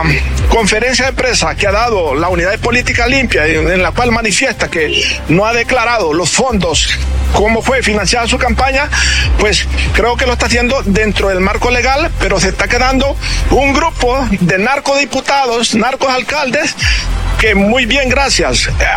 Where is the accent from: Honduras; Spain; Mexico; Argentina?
Honduras; lo hacemos como hondureño